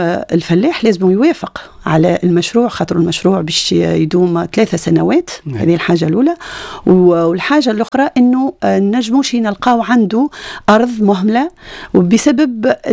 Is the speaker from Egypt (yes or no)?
no; Tunisia; احنا توا في تونس